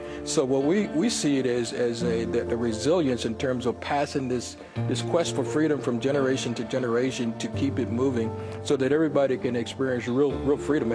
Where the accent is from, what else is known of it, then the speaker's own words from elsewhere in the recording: Arkansas, United States; Well, I grew up in Arkansas, and I didn't hear much or anything about Juneteenth.